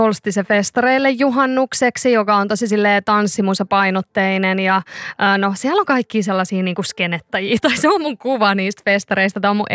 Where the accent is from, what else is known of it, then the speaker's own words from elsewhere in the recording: Turku, Southwest Finland, Finland; mä oon Turusta